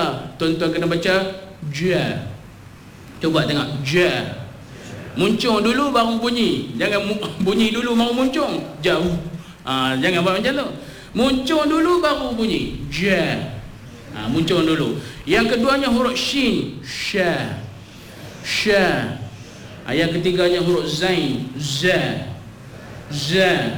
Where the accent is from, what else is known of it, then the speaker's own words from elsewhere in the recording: Kedah, Malaysia; also born or lived in Penang; Ha, saya orang Kedah juga, orang utara juga, orang Pinang juga.